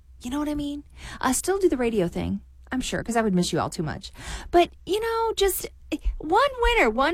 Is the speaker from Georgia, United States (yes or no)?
no; St. Louis, Missouri, United States; I grew up in St. Louis, so I'm wondering, could it be an old friend of mine that bought their ticket in Illinois?